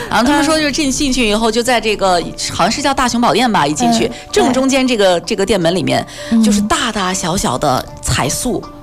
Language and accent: Chinese; Taiyuan, Shanxi, China; 因为就包括我们生活在太原，